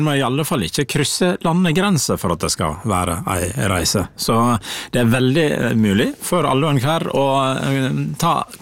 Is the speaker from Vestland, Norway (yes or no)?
yes; Naustdal, Vestland, Norway; Jeg kommer fra Naustdal, så nå har blitt en del av Sunnfjord kommune